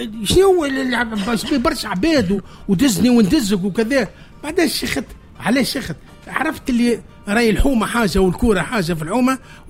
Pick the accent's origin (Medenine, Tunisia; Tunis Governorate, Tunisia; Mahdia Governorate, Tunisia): Tunis Governorate, Tunisia; Tunis; نقول لك انا ولد جبل لحم.